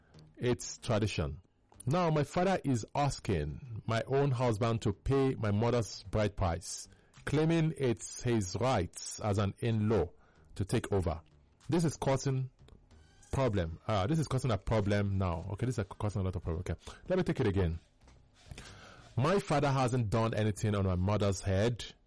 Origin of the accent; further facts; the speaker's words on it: Abia, Nigeria; where I'm from Abia State, but there's a particular place in my state, Arochukwu.